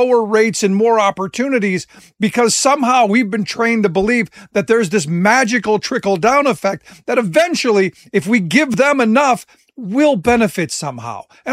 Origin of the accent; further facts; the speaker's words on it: Cleveland, Ohio, United States; No, look, I grew up in Cleveland